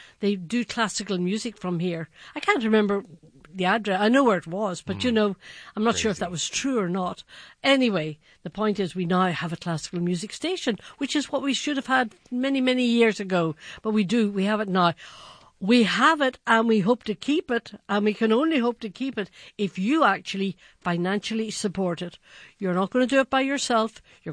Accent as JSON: {"language": "English", "region": "Mexico City", "country": "Mexico", "said": "I came here from Mexico City, and I was shocked that there wasn't a classical music station here."}